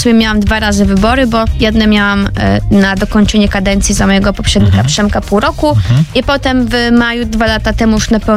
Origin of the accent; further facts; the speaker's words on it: Kuyavian-Pomeranian Voivodeship, Poland; moved away as an adult; now in Toruń, Poland; ja w ogóle nie pochodzę z Torunia. Jestem spod Torunia, z Borów Tucholskich i bardzo lubiłam rowerem jeździć. U nas jest pełno lasów